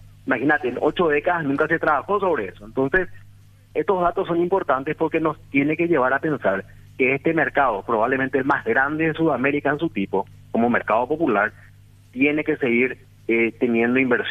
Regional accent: Paraguay; para nosotros muchas veces como paraguayos

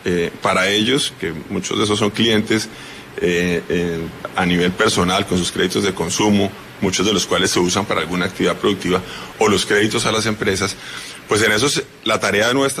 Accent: Colombia; todos nos reconocemos como colombianos

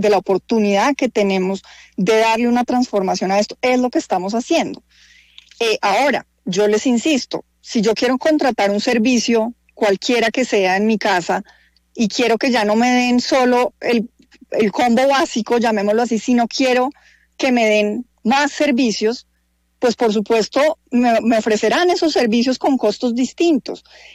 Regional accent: Bogotá, Bogotá Capital District, Colombia; somos los bogotanos los que contratamos un servicio.

